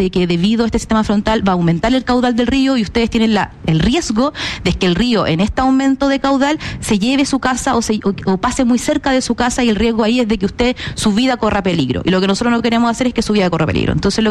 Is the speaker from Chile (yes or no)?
yes; Valparaíso, Chile; now in Santiago, Chile; Pero efectivamente mis primeros años siempre fueron en Valparaíso. Yo soy porteña, así que le tengo un cariño.